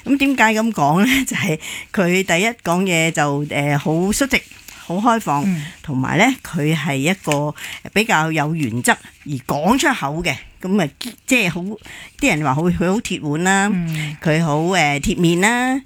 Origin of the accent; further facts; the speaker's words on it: Hong Kong; 我相信我哋香港人最深切嘅咧就係1998年啦，